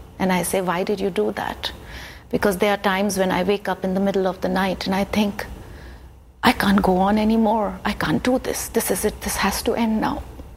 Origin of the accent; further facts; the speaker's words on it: India; He's Austrian, I'm Indian